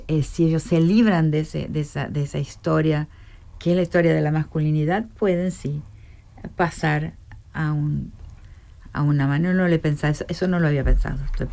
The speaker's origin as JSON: {"language": "Spanish", "country": "Argentina"}